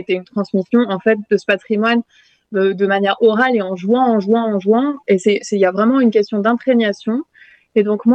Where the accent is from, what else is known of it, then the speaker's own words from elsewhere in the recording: France; mon parcours en tant que Française